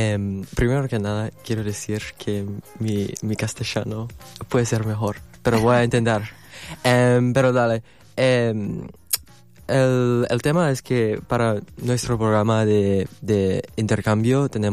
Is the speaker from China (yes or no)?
yes; China; Spanish is a second language; now in Argentina; También, la verdad, como persona chino, tengo amigos en Estados Unidos